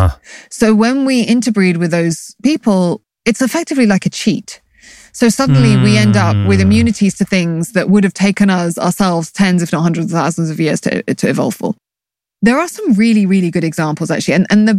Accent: United Kingdom; And I'm not mixed race, but I'm mixed heritage. So I'm a British Arab, right?

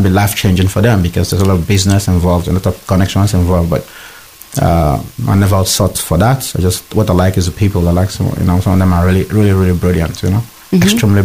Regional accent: Nigeria; also born or lived in South Africa; So, but I'm still a Nigerian, and South African, so it affects a lot of things.

